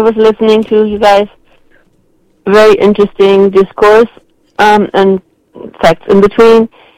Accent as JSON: {"language": "English", "country": "Germany", "tie": "born or raised there", "also_born_or_lived": "South America", "moved": "as an adult", "lives_now": "Plainfield, United States", "said": "I grew up in Germany and lived there until I was 29, and then 2 years in South America teaching on a German school."}